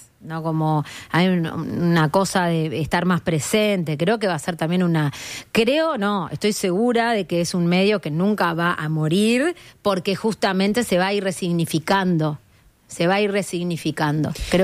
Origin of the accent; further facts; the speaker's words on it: Uruguay; Soy la Terminator uruguaya